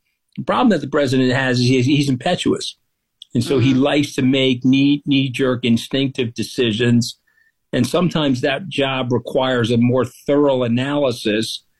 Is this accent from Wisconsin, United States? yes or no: no; Long Island, New York, United States; I grew up on Long Island. I think I've been to Washington one time on a school field trip.